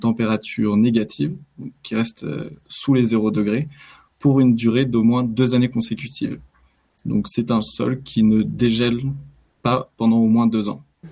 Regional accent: Auvergne-Rhône-Alpes, France; born there; si je parle de ma pratique personnelle de la montagne, je suis né en Savoie

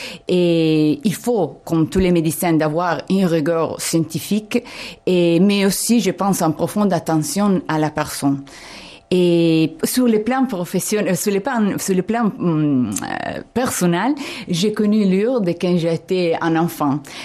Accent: Italy; Oui, je suis italienne.

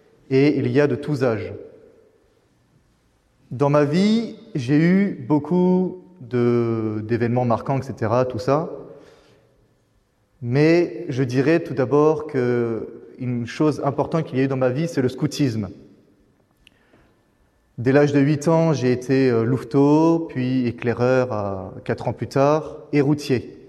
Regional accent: Nouvelle-Aquitaine, France; Je suis du Poitou.

